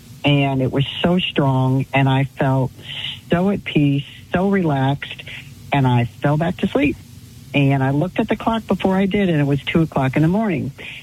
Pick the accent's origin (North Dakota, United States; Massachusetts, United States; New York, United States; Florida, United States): New York, United States; Buffalo; now in North Carolina, United States; I moved from Buffalo, New York to North Carolina. He was in the Air Force. And so our family and friends were in Buffalo.